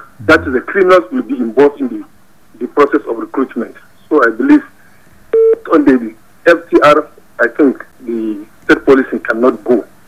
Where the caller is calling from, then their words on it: Nigeria; I'm calling from Angwanda, Musa, here in just north.